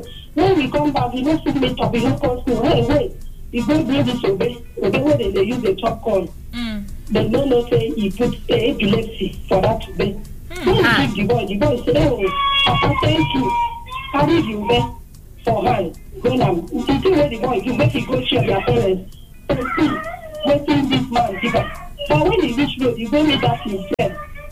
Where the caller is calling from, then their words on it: Port Harcourt, Rivers, Nigeria; I'm calling from Port.